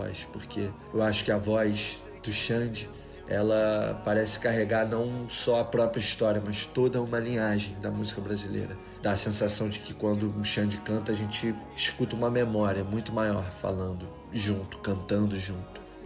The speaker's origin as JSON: {"language": "Portuguese", "town": "Guapimirim", "region": "Rio de Janeiro", "country": "Brazil", "tie": "born or raised there", "said": "é um prazer sempre estar aqui no programa Brasil Brasileiro. Eu nasci no Rio de Janeiro, mas cresci nas montanhas de Guapimirim, na Serra dos Órgãos"}